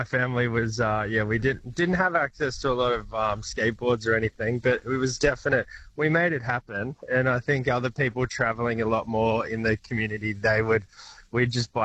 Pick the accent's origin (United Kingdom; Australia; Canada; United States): Australia; Leeton, New South Wales; I grew up in Leeton and we didn't have a skate park.